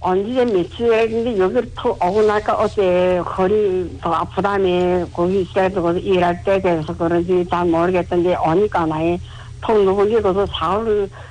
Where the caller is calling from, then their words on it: Wangqing, Jilin, China; 집이 왕청이 있습니다.